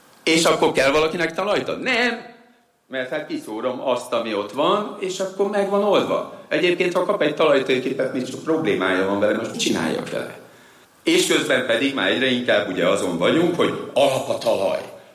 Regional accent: Hungary; És amikor Amerikába kimentem, és mondtam, hogy magyar vagyok

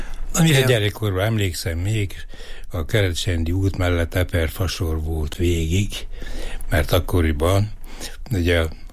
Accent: Eger, Heves, Hungary; Én vagyok az első, aki Lajosvárosban született. Tehát valóban innen nőttem fel

